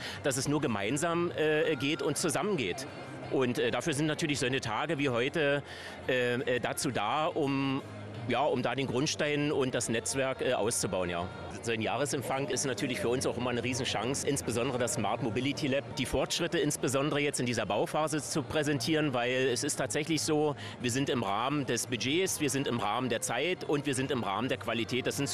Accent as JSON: {"language": "German", "town": "Schwarzkollm", "region": "Saxony", "country": "Germany", "said": "ich als Schwarzkolmer, als Lausitzer"}